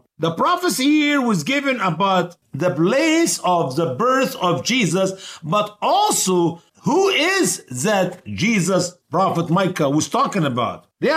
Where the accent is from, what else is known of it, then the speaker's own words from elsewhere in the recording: Venice, Florida, United States; And I say, "I am from Venice, Florida." And if they're not familiar with it, I say, "It is an hour south of Tampa.